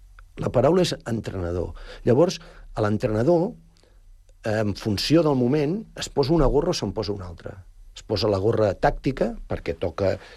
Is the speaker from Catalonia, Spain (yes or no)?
yes; Sant Vicenç de Castellet, Catalonia, Spain; moved away as an adult; now in Sant Cugat del Vallès, Spain; La meva infància, la meva adolescència, els millors anys de la meva vida hem passat a Sant Vicenç.